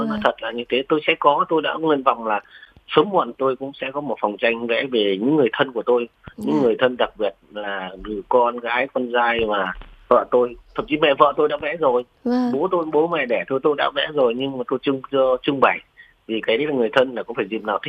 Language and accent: Vietnamese; Vinh Tuong, Vĩnh Phúc, Vietnam; Quê tôi sinh ra lớn lên ở Phủ Vĩnh Tường mà, thế là cũng thành công.